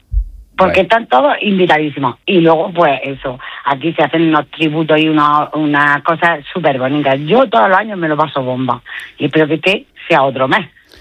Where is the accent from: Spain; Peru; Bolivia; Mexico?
Spain; Region of Murcia; yo soy de Murcia y no hablo con la S